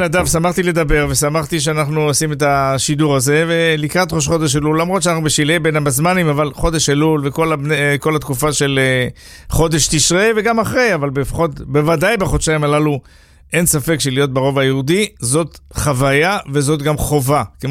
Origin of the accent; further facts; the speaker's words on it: Jerusalem, Jerusalem District, Israel; נולדתי בירושלים, אז אני הכי משוחד שיש בעולם. גדלתי בירושלים והתבגרתי בירושלים.